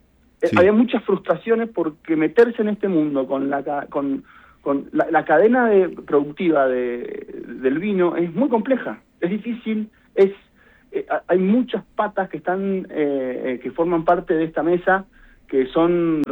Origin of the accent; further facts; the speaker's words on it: Mendoza, Argentina; Bueno, siendo mendocino, uno tampoco está tan lejos de eso, ¿no? Uno lo vive siempre.